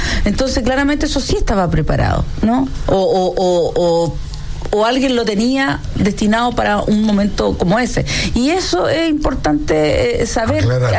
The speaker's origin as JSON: {"language": "Spanish", "country": "Chile"}